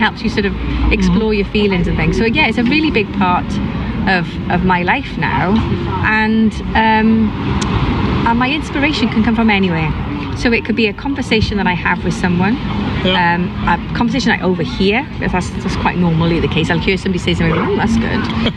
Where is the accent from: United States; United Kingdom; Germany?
United Kingdom; Wales; growing up in South Wales